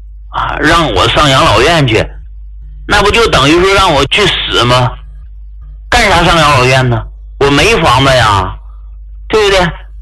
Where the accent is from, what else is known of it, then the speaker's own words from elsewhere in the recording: Hegang, Heilongjiang, China; 我说你看我老家呀是黑龙江鹤岗的